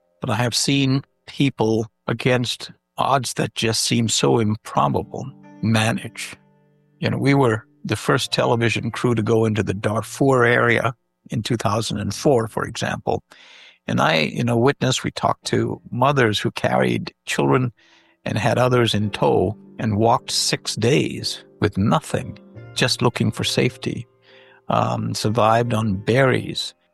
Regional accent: India; moved away; also born or lived in Bay Area, United States / Minnesota, United States; I grew up in India, I grew up in a developing world, and I subsequently grew up in the developed world. I lived in the Bay Area, I lived in Minnesota.

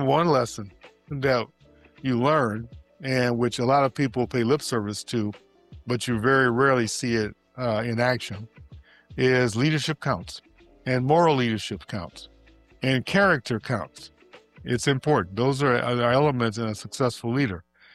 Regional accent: Chicago, Illinois, United States; I'm from Chicago, and of course, he was a senator from Illinois, right?

